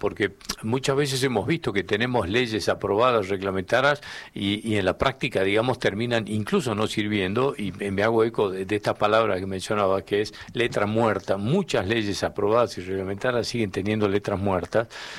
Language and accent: Spanish; Argentina; ¿La sociedad como argentinos hemos madurado respecto de este tema?